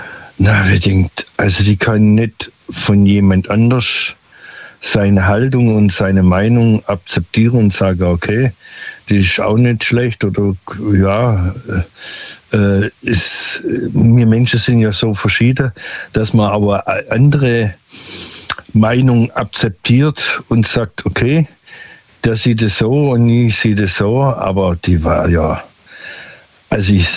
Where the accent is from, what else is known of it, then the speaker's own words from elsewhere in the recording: Stuttgart, Baden-Württemberg, Germany; Vom Großraum Stuttgart.